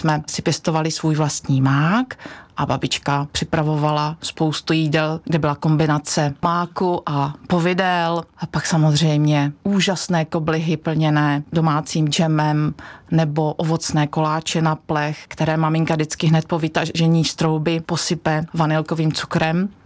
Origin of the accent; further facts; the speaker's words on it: Strání, Zlín Region, Czechia; now in Beroun District, Czech Republic; pocházím z Moravského Slovácka, z vesničky Strání, která leží v Bílých Karpatech.